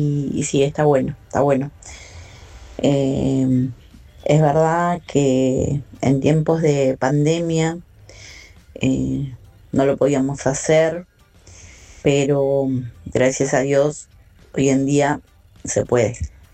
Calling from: Buenos Aires, Argentina; del barrio Nueva Pompeya.

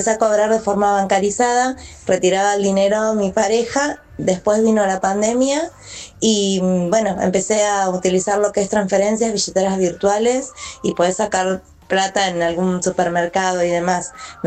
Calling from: Merlo, Buenos Aires Province, Argentina; de Merlo, tengo 43 años

